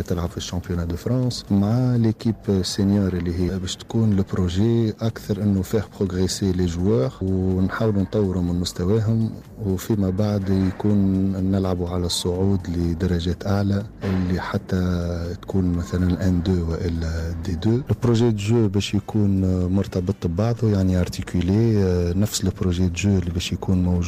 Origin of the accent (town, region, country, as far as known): Tunisia; moved away; also born or lived in United Arab Emirates